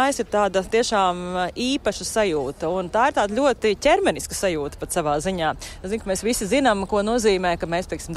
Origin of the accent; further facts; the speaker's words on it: Riga, Latvia; es esmu no Rīgas, es braukāju 3 reizes nedēļā uz Tukumu